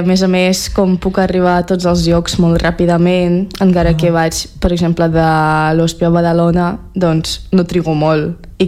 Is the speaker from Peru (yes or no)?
no; Russia; només som dues estrangeres a classe i una és de Dinamarca i l'altra sóc jo de Rússia.